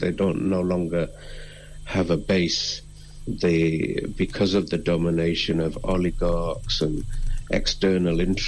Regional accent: Manchester, North West England, United Kingdom; my hometown, Manchester

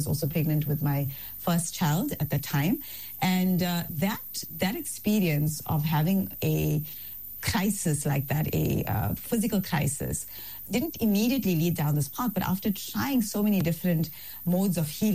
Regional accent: Durban, KwaZulu-Natal, South Africa; I'm a Durban girl, born in Breji, alhamdulillah.

